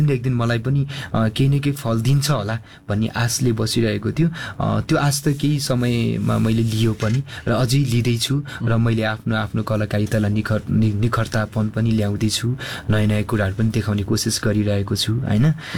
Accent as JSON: {"language": "Nepali", "town": "Rumjatar", "region": "Koshi Province", "country": "Nepal", "tie": "born or raised there", "also_born_or_lived": "Kathmandu", "moved": "yes", "said": "मेरो गाउँ र मेरो ठाउँ मेरो प्यारो गाउँ रुम्जाटार"}